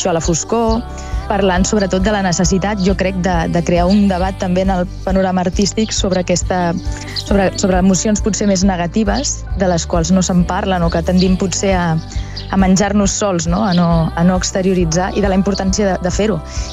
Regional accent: Tarragona, Catalonia, Spain; now in Vistabella, La Secuita, Spain; jo la veritat és que originalment sóc de Tarragona. Uh-huh. Ara sí que ja fa uns anys que visc aquí al poble, que és, al final és la continuació una mica del llegat dels meus avis, que hi tenen allí una casa.

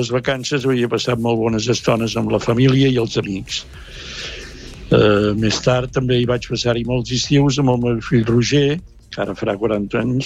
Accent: Calella de Palafrugell, Catalonia, Spain; la meva infantesa a Calella

